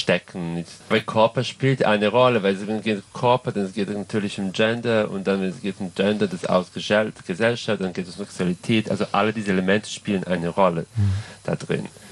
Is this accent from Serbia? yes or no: yes; Serbia; German is a second language; now in Berlin, Germany